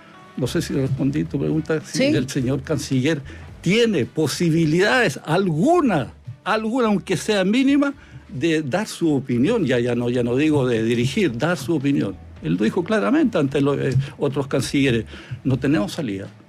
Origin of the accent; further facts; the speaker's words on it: Chile; Por eso yo digo que soy chileno, yo digo más chileno que ruso